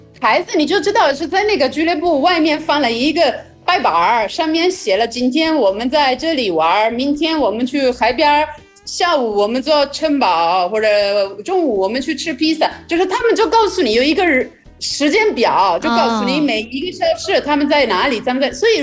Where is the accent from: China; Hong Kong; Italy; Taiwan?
Italy; Chinese is a second language; 这个是对我们意大利人来说最好玩的，这个真的是度假，